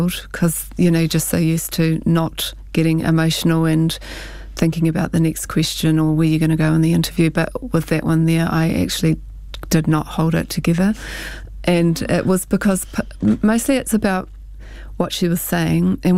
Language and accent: English; Waikato, New Zealand; Like, I'm from Waikato, Maniapoto, Ngāti Pāua, Ngāti Naho, and all those places have something to do with the wars